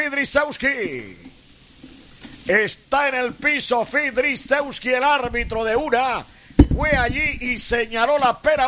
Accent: Barranquilla, Atlántico, Colombia; 4 tiene el equipo de mi tierra

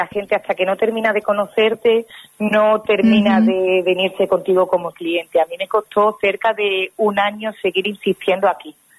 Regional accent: Calamonte, Extremadura, Spain; yo realmente soy de Calamonte

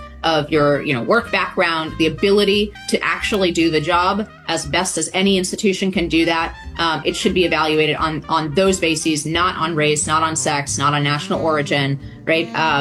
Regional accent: California, United States; I grew up in California

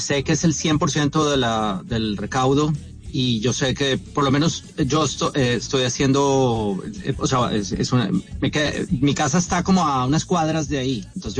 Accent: Bogotá, Colombia; now in Miami, United States; Soy bastante cachaco.

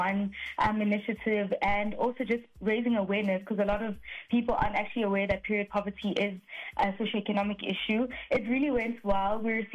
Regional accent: South Africa; born there; I grew up in the township

